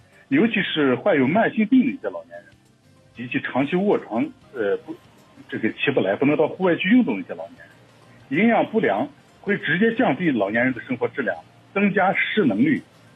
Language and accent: Chinese; Xinjiang, China; 我们新疆人在中午12点到12点半左右可能会有稍微有一点的感觉饿